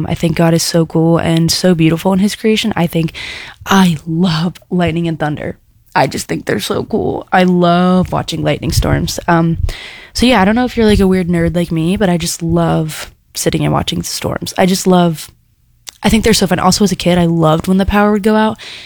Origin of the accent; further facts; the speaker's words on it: New Jersey, United States; I'm from New Jersey, so East Coast